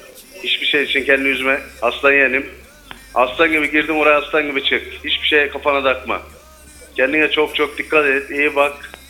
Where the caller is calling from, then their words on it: China; ben de Çin'den arıyorum.